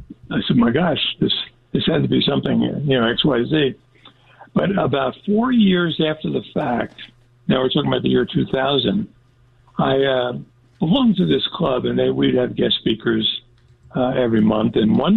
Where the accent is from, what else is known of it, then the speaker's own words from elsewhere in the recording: Newark, New Jersey, United States; Because I grew up in Newark, New Jersey, and in fact, I wrote a book about that experience.